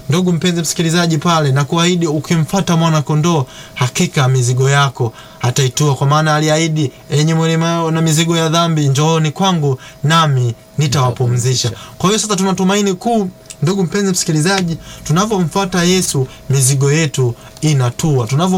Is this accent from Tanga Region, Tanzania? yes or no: no; Same, Kilimanjaro, Tanzania; natokea Same.